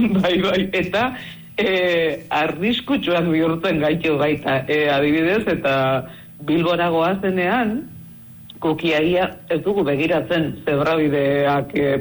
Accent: Amorebieta-Etxano, Basque Country, Spain

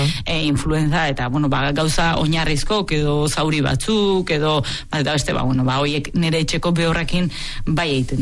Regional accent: Gaztelu, Basque Country, Spain; born there; gurasok, bueno, ba, gaztelun bizi ginen

